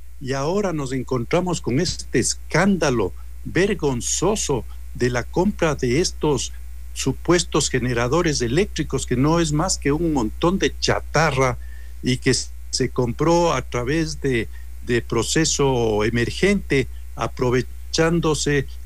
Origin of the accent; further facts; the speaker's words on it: Ambato, Tungurahua, Ecuador; como ecuatoriano, como ambateño